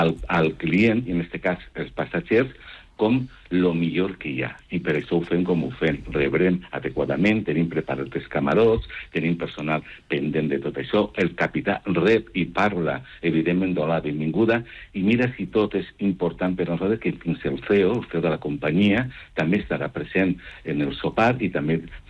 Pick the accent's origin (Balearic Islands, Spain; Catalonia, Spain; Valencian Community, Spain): Valencian Community, Spain; Som humans, evidentment, i som valencians.